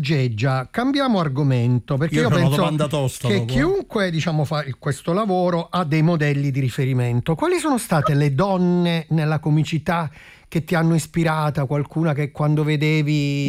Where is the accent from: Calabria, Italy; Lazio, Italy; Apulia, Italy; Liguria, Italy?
Apulia, Italy; Secondo te? Salentina, non lo senti?